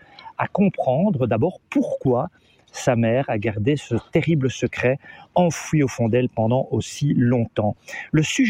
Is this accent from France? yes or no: no; Belgium; chez nous, en Belgique